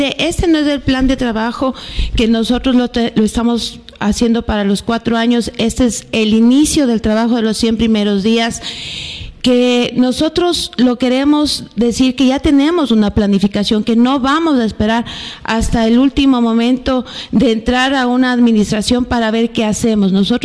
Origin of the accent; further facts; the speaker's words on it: Ambato, Tungurahua, Ecuador; todos quienes somos la gente de Ambato